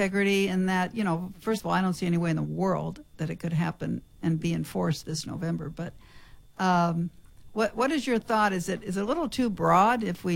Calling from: California, United States; as a Californian, there are so many things we do wrong that could be easily fixed

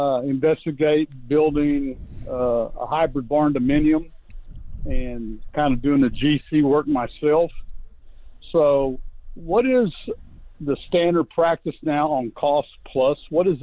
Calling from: San Antonio, Texas, United States

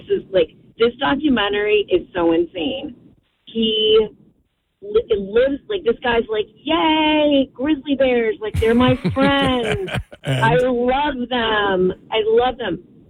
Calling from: Morris County, New Jersey, United States; where I live in Morris County, we definitely have bears in our neighborhood.

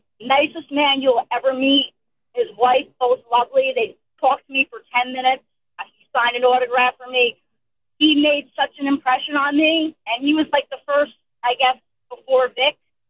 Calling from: New Jersey, United States; I'm from South Jersey, so, okay. You know, like, by Atlantic City

